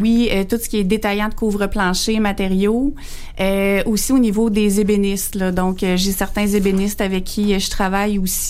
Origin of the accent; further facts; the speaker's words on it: Saint-Pascal, Quebec, Canada; revenir à ma ville natale, Saint-Pascal